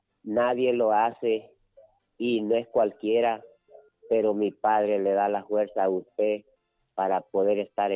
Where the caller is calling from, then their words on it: Choluteca, Honduras; yo soy el que le llamo de Choluteca